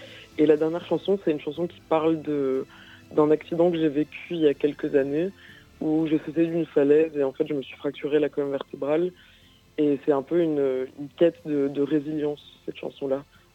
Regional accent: Belgium; born there; now in Brussels, Belgium; Je suis née en Belgique, mais toute ma famille vient de Lituanie.

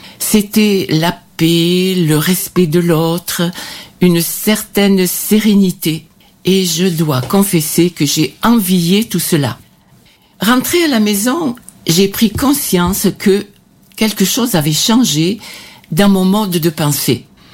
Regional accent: Anduze, Occitanie, France; j'ai 83 ans. Je viens du sud, d'Anduze, dans le Gard.

